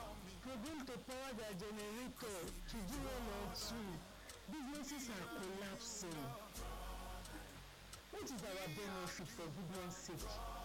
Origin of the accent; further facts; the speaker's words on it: Nigeria; So what are we benefiting as Nigerian citizens?